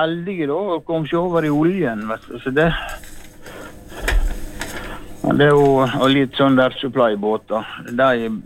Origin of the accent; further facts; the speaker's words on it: Bjørkland, Møre og Romsdal, Norway; Så det må vel påstå det Volda, men jeg er født og oppvokst på Bjørkland.